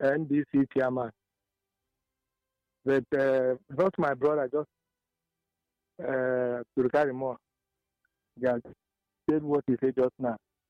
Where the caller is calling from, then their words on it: Awka, Anambra, Nigeria; I'm calling from Oka.